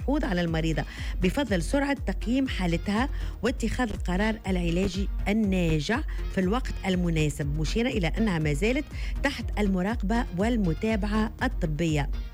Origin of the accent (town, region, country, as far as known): Tunisia